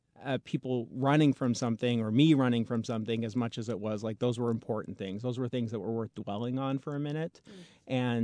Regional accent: Wyoming, United States; also born or lived in Utah / Arizona; I grew up in Wyoming, Utah, Arizona, you know, big open spaces

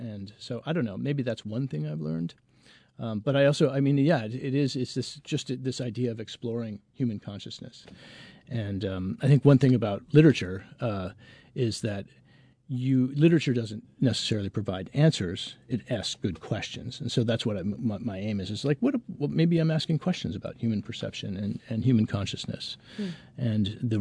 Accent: Vermont, United States; As a Vermonter, as a Vermont writer

